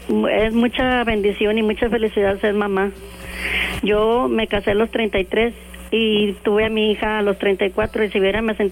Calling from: Mexico; de aquí, de la colonia Lázaro Cárdenas.

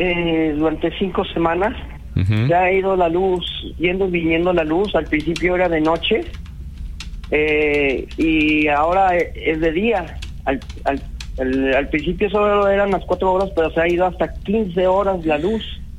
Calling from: Mexico; Vivo en México

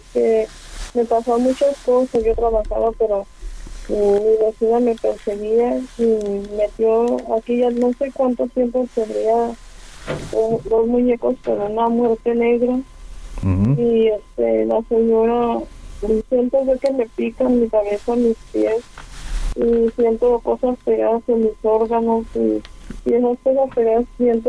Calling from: Tijuana, Baja California, Mexico; de Tijuana.

